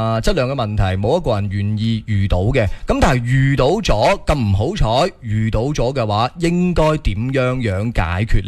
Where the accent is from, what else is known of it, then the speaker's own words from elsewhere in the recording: Guangdong, China; 因为食嘢都好啱我哋广东人胃口嘅噃。